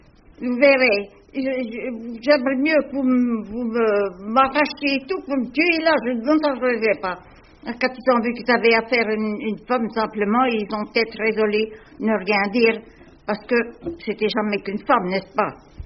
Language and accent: French; Dampierre-sur-Linotte, Bourgogne-Franche-Comté, France; born there; now in Nancy, France; Je suis née en 1861, en Haute-Saône, à Dampierre-sur-Linotte.